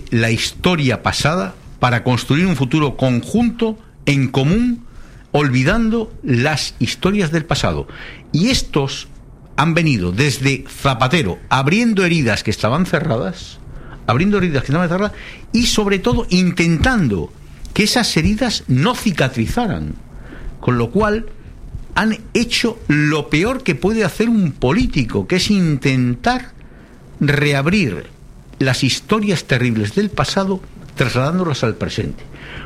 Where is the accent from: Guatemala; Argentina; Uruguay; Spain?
Spain; Oye, es que nosotros somos españoles, nuestra bandera, nuestro himno, eso es sagrado en cualquier país democrático